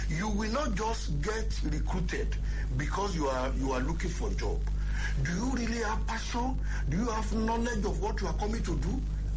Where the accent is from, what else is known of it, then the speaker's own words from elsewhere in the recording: Ogun, Nigeria; I'm from Ogun State.